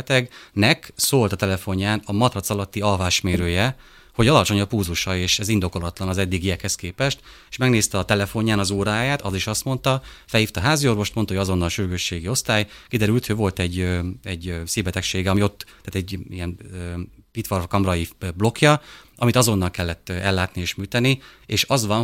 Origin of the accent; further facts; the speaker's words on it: Szabolcs-Szatmár-Bereg, Hungary; én Szabolcsi vagyok